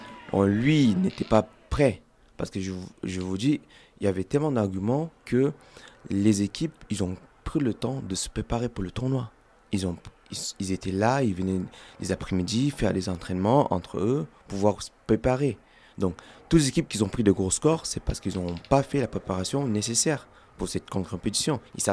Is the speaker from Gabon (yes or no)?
yes; Gabon; Donc, en tant que Gabonais, je pense à lui